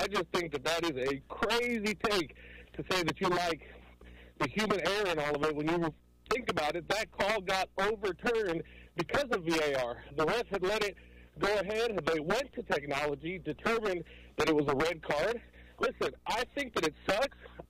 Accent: United States; Listen, I get it. As an American, that sucks.

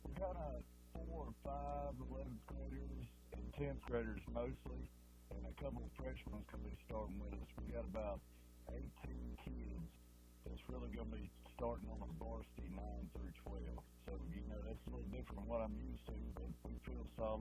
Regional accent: Luverne, Alabama, United States; Yes, sir. I was born and raised in Luverne. You know, I graduated Luverne High School.

